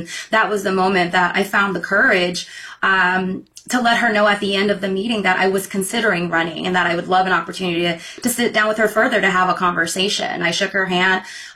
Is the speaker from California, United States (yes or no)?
yes; Sacramento, California, United States; Look, I grew up in South Sacramento. I'm the oldest of 16 kids in my family. I grew up on food stamps